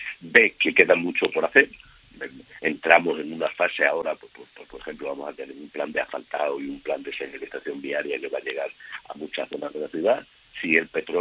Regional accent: Almendralejo, Extremadura, Spain; born there; Yo nací en Almendralejo, me moriré en Almendralejo

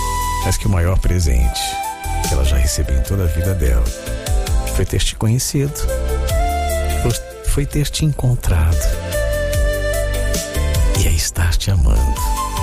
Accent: Dom Feliciano, Rio Grande do Sul, Brazil; Nós somos de Dom Feliciano.

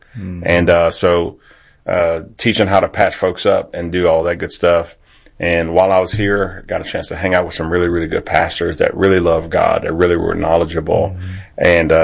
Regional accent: Baton Rouge, Louisiana, United States

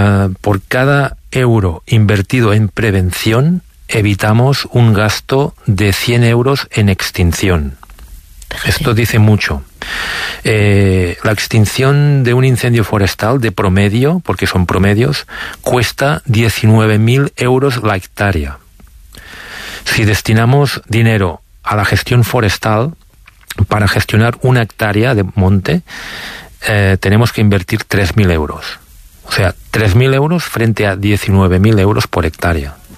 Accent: Sant Sadurní d'Anoia, Catalonia, Spain; born or raised there

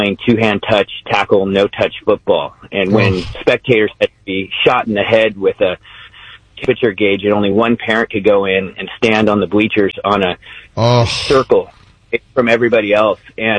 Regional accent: Eugene, Oregon, United States; I came from Oregon during the pandemic, Eugene, Oregon

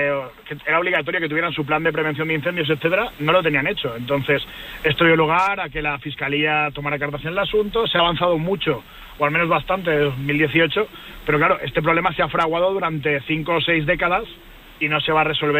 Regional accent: Valencia, Valencian Community, Spain; yo, por ejemplo, soy de Valencia y en mi tierra hay muy poquitas empresas que se dediquen a obra forestal

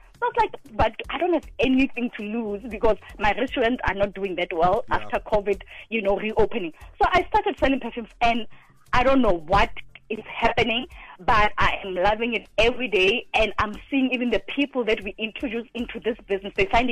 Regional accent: Free State, South Africa; moved away as an adult; also born or lived in Gauteng; later on in my years, when I started coming to varsity in Gauteng, I'm from the Free State

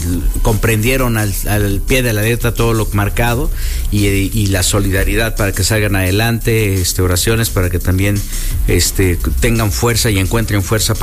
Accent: Mexico; felicidades a todos y a todos los que somos mexicanos, reivindiquemos, ¿no?

